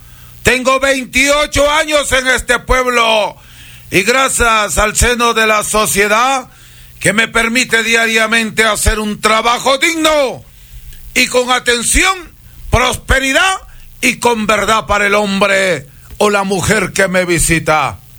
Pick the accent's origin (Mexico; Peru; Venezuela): Peru; now in Ecuador; Yo soy peruano.